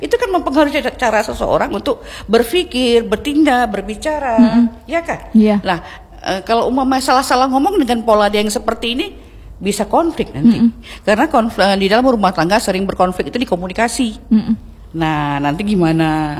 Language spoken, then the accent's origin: Indonesian; Aceh, Indonesia; Ngurusin suami harus kita siapin, apalagi kita Aceh.